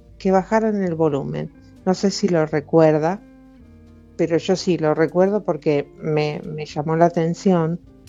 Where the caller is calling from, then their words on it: Quilmes, Buenos Aires Province, Argentina; de Quilmes.